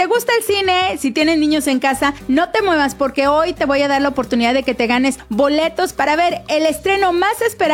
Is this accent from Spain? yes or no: no; Mexico; como buena aficionada, como buena mexicana